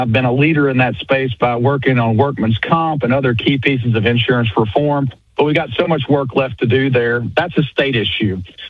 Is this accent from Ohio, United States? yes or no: no; Louisiana, United States; So background-wise, born and raised in North Louisiana, have been a businessman and entrepreneur here the last 20, 30-plus years.